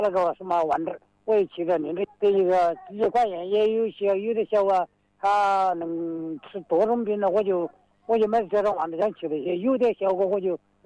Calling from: Zhongxiang, Hubei, China; 我是中祥啊，石牌镇呢。

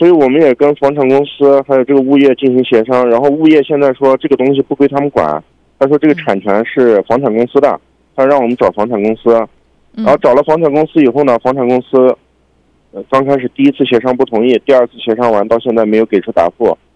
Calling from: Korla, Xinjiang, China; 就是我这边是那个库尔勒南景花园小区的居民，

